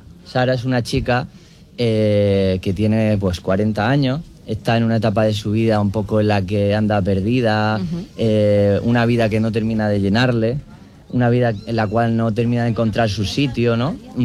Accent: Aguadulce, Andalusia, Spain; Yo soy de Agua Dulce, además.

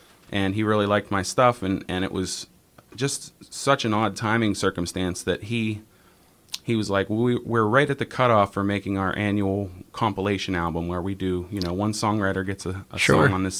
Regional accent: Cranberry Township, Pennsylvania, United States; also born or lived in Wexford; I'm from Pittsburgh, Cranberry Township. So most of my life I lived there. I moved there when I was about 4 years old.

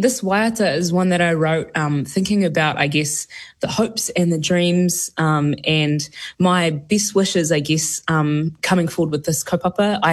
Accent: Gore, Southland, New Zealand; I grew up in Southland in Gore, in the mighty town of Gore.

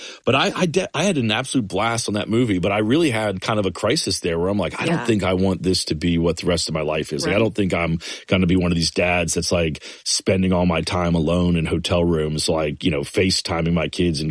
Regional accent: the South, United States; because I think growing up in the South, there was a part of me that was always like ready to get out of there.

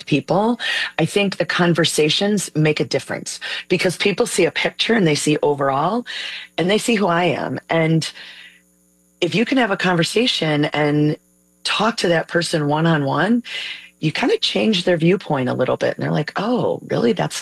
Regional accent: Illinois, United States; born or raised there

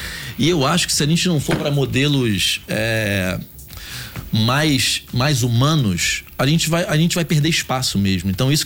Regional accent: Rio de Janeiro, Brazil; Não, eu amo a Barra, tá? Eu moro na Barra a vida inteira, não saio, não vou pra Zona Sul de jeito nenhum.

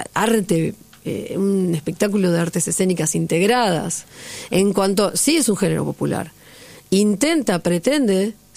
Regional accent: Pontevedra, Buenos Aires Province, Argentina; No, soy de Pontevedra.

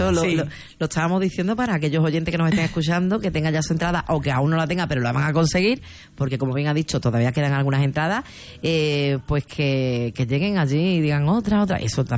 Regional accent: Ayamonte, Andalusia, Spain; los ayamontinos somos de última hora

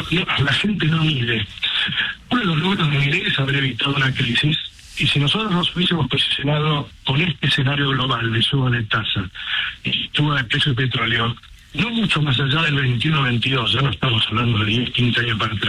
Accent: Argentina; Entonces, tendríamos que valorar, y mucho como argentinos, cómo estamos posicionados hoy

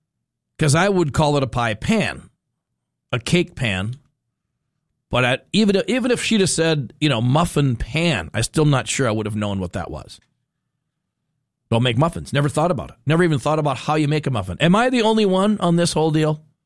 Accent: North Dakota, United States; Because I grew up in North Dakota. Granted, I could see Minnesota from my house.

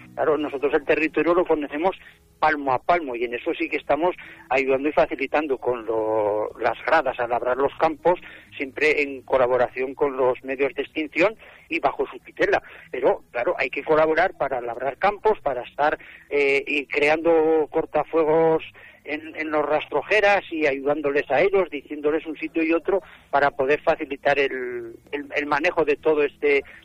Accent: Luesia, Aragon, Spain

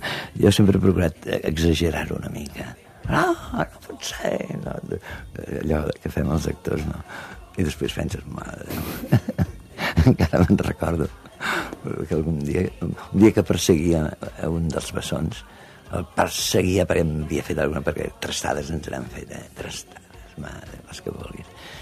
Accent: Catalonia, Spain

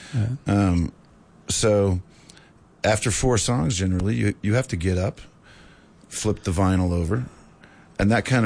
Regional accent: New Orleans, Louisiana, United States; You know, and we're from New Orleans. Like, we don't ever see zero, you know?

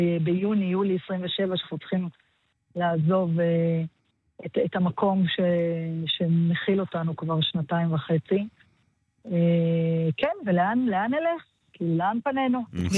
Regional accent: Southern District, Israel; הדרום והעוטף שם נולדתי, גדלתי, כאן במשפחה, זה הכל היה ברור

